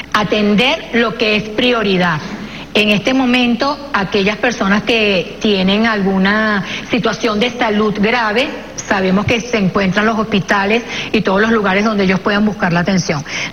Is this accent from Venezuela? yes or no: yes; Venezuela; Y se encuentra la esencia de nosotros como venezolanos.